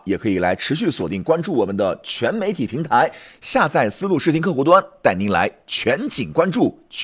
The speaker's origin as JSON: {"language": "Chinese", "region": "Xinjiang", "country": "China"}